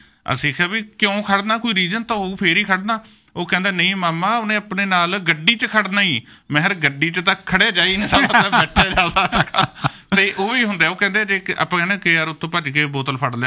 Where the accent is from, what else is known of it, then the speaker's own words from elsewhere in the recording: Barnala, Punjab, India; ਮੈਂ ਬਰਨਾਲੇ ਤੋਂ ਬਿਲੋਂਗ ਕਰਦਾ, ਮਾਲਵੇ ਤੋਂ ਬਿਲੋਂਗ ਕਰਦਾ